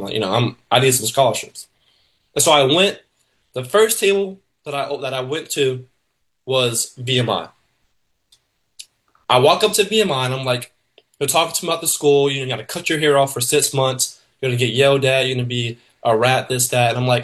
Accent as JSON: {"language": "English", "town": "Tampa", "region": "Florida", "country": "United States", "also_born_or_lived": "Lexington, Virginia", "moved": "as an adult", "said": "originally I'm from Tampa, Florida."}